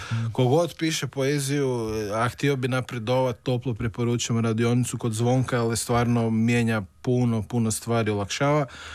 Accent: Jastrebarsko, Zagreb County, Croatia; Ja sam odrastao u Jastrebarskom i mislim, kad gledam od jedno 10. godine, imao sam svog psa Dragog i ja bi dosta vremena provodio u šumi.

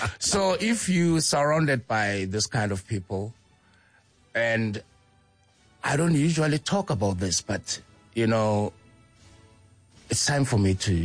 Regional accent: Soweto, Gauteng, South Africa; When I was growing up in Soweto, signed for Kaizer Chiefs

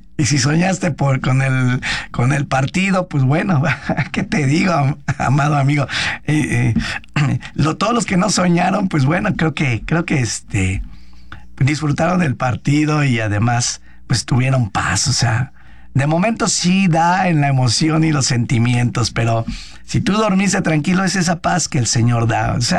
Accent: Mexico; ver que en realidad somos el pueblo mexicano, somos capaces y somos determinados

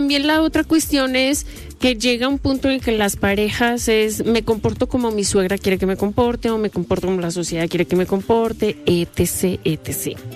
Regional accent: Colombia; Colombiana.

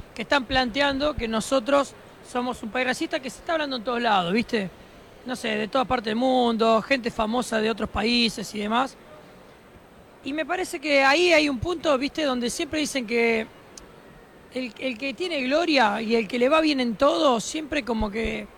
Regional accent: Argentina

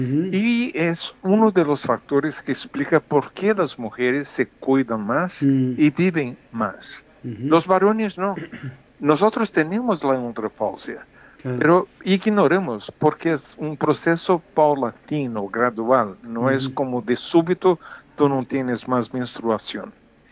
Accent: Brazil; en mi país, en Brasil

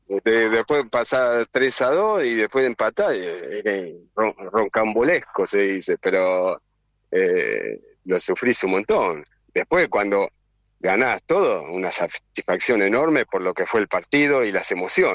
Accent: Argentina; es lo que nos gusta a nosotros los argentinos

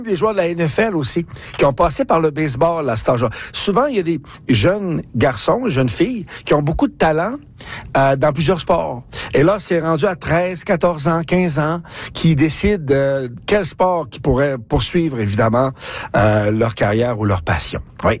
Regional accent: Quebec, Canada; moved away; Mais quand je suis sorti du Québec, Les gens connaissaient très peu le handball, à part un peu au Nouveau-Brunswick, au Manitoba, ouais, et un peu là en Alberta, mais c'est pas populaire comme le Québec.

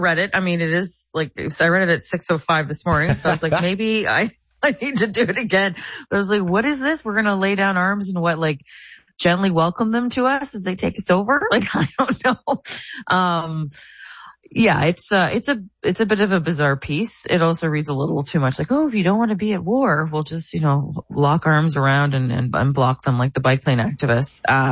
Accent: Amherstburg, Ontario, Canada; moved away as an adult; I still feel like I'm a girl from Southern Ontario, like an Amherstburg girl. I haven't lived there since I was 18, but I visit there. But it's an important part of who I am.

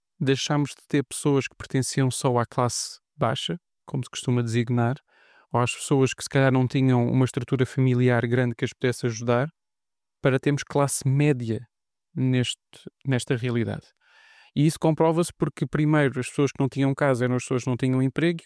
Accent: Lisbon, Portugal; born there; moved away; eu nasci em Lisboa. Lisboa é a minha cidade. Embora eu já não viva, em Lisboa, tive que viver fora.

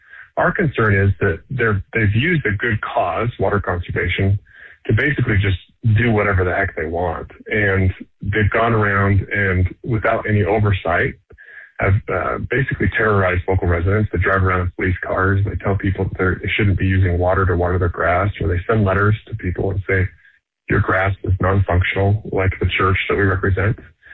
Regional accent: Arizona, United States; now in Las Vegas, United States; I grew up in Arizona. Phoenix doesn't ever cool off at night.

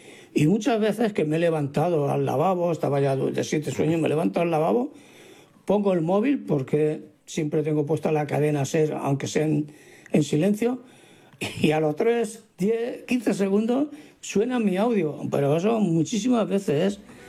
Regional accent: Barcelona, Catalonia, Spain

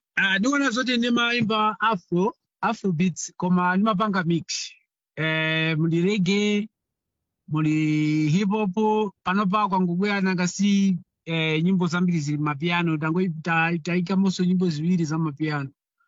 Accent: Mzuzu, Northern Region, Malawi; now in Johannesburg, South Africa; Actually, I'm from Malawi, north side, Mzuzu.

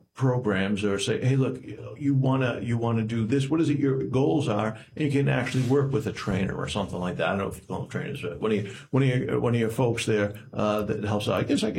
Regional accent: Fall River, Massachusetts, United States; I grew up in Fall River

